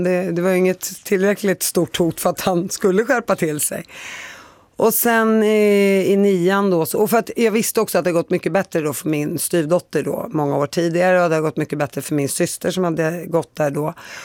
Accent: Palestine; jag är helt palestinier, min syster är helt arab som gick där

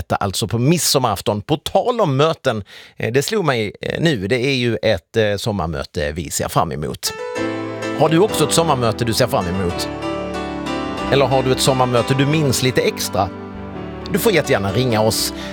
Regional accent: Kristianstad, Skåne, Sweden; jag kommer från Kristianstad

